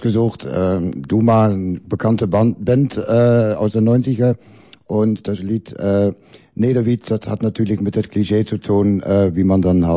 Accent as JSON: {"language": "German", "region": "Drenthe", "country": "Netherlands", "tie": "born or raised there", "moved": "yes", "said": "ich bin gebürtiger Drenth, das ist dann eins von diesen Provinzen."}